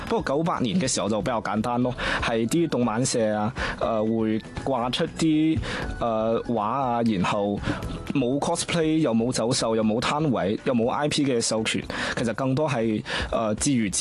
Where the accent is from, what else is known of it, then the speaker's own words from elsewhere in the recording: Guangzhou, Guangdong, China; 大家好，